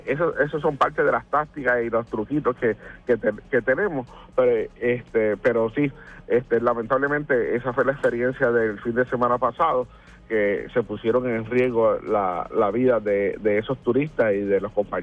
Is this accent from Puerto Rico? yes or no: yes; Puerto Rico; como puertorriqueños que vivimos en esta isla tropical